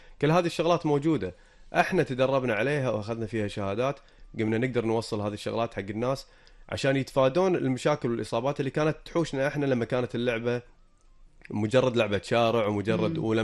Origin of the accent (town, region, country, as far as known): Kuwait